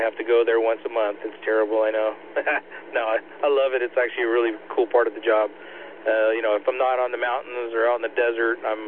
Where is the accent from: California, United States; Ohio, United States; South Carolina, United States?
California, United States; San Diego; now in Long Beach, United States; I grew up in San Diego